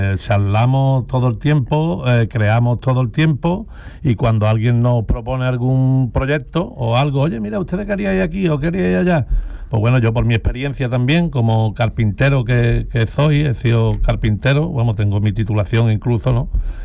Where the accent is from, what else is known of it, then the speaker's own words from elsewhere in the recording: San Fernando, Andalusia, Spain; yo desde pequeño, nací en San Fernando, como bien habéis dicho, en la isla